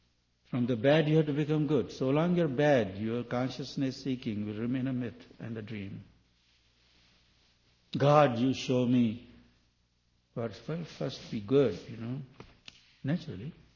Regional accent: India; Not because I'm from India or Sanskrit knowing person a little bit

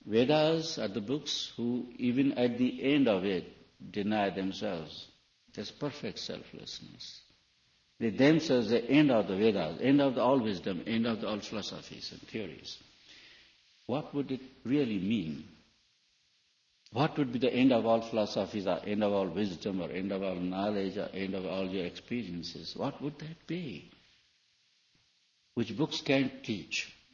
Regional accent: India; it's not that I'm doing purely as Indian and Hindu, which certainly would be a background

